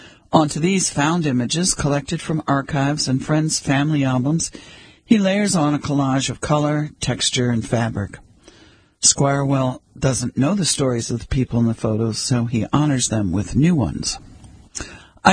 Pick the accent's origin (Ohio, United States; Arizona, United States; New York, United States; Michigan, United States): New York, United States; Brooklyn; I'm a guy from Brooklyn. Am I going to be accepted?